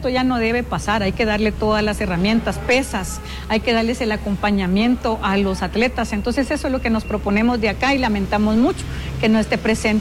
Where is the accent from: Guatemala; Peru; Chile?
Guatemala; lo que somos los guatemaltecos, gente trabajadora, gente luchadora